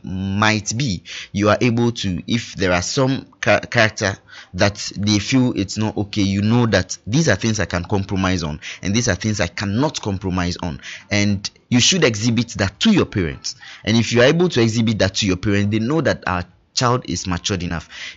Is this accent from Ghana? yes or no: yes; Ghana; I'm a Ghanaian.